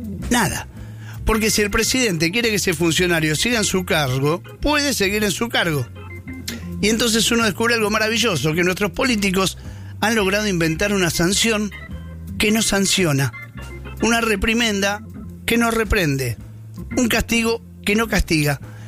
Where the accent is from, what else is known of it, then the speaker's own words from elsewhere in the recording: Argentina; nosotros somos argentinos.